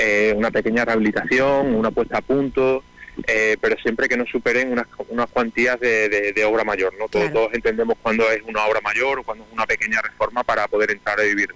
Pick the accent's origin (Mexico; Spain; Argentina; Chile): Spain; Ribera del Fresno, Extremadura; nosotros somos de Ribera del Fresno